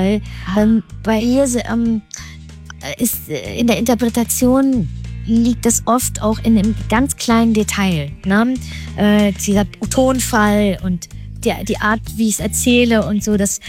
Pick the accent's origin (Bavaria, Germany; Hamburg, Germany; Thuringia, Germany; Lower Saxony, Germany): Hamburg, Germany; für mich als Hamburgerin